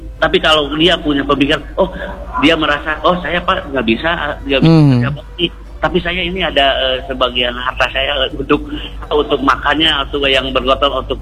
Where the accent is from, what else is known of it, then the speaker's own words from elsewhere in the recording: West Java, Indonesia; born there; masyarakat umumnya Jawa Barat, khususnya yang ada di kampung saya ya.